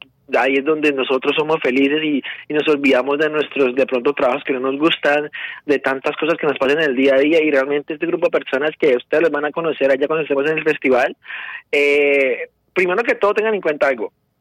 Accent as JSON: {"language": "Spanish", "region": "Valle del Cauca", "country": "Colombia", "said": "soy del Valle, bailo salsa hace mucho tiempo y dije, bueno, empecemos."}